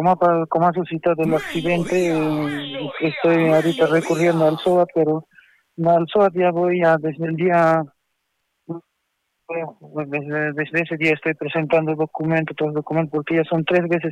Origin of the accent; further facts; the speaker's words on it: Cusco, Peru; Porque como nosotros somos de Cusco, me dice, ¿qué voy a hacer en Cusco solo?